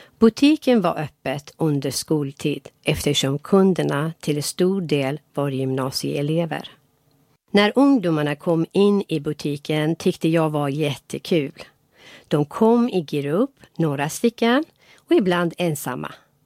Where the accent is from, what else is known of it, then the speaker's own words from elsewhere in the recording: Iran; Swedish is a second language; moved away as an adult; now in Gothenburg, Sweden; Jag är från Iran. Jag är uppfostrad i en familj där heder, moral och samvete värdesattes högt.